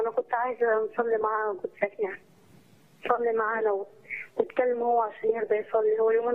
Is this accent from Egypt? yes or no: yes; Asyut, Asyut Governorate, Egypt; من اسيوط.